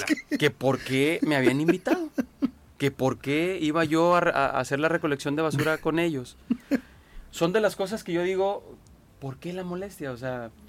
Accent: Villa de Álvarez, Colima, Mexico; somos de Villa de Álvarez

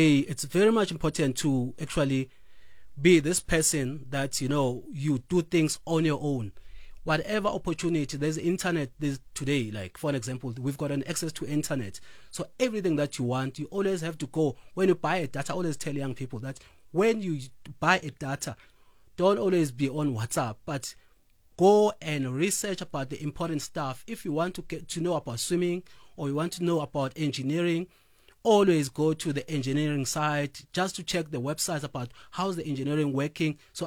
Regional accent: Umzimkulu, KwaZulu-Natal, South Africa; I'm born and bred. I'm from Mzimkulu, yes.

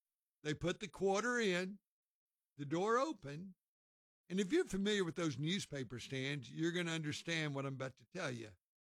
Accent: Texas, United States; Loosen up. We're from Texas.

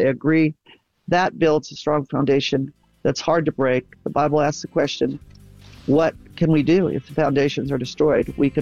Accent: Massachusetts, United States; born there; I have a hard time saying R-O-O-F because I was born in Massachusetts.

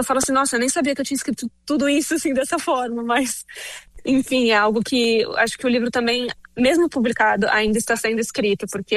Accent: Brazil; porque somos brasileiros.

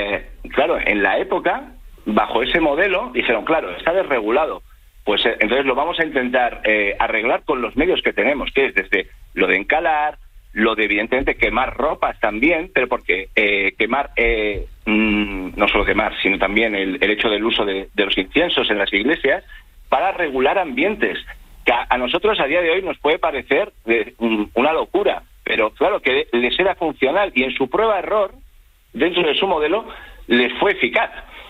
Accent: Madrid, Community of Madrid, Spain; Madrid, o sea, yo como madrileño lo digo, era un villorrio

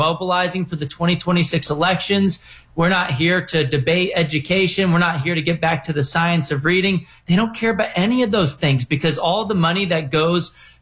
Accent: Texas, United States; like in my home state of Texas and other red states

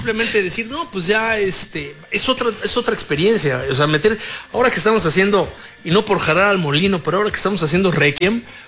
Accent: Tlatelolco, Mexico City, Mexico; born there; Yo nací en Tlatelolco.

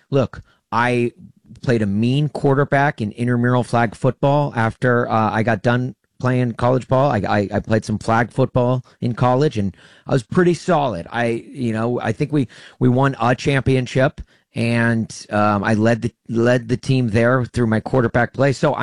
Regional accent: Tennessee, United States; If look, my hometown team, the Tennessee Titans, we know you need all the help you can get. And I'm here to do it, baby. Sign the hometown kid, and let's

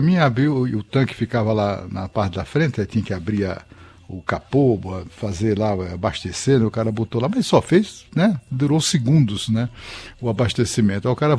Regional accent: Maceió, Alagoas, Brazil; moved away; lá na minha cidade e tal, lá em Maceió.

